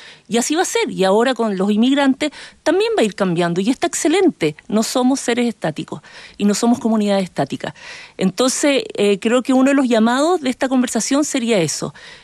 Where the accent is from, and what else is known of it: Chile